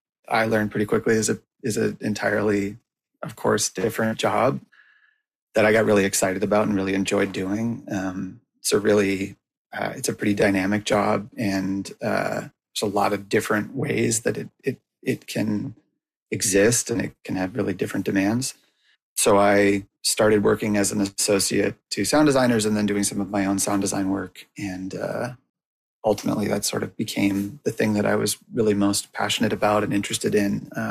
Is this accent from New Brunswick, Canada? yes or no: yes; Woodstock, New Brunswick, Canada; now in New York, United States; as a person who grew up in, you know, Woodstock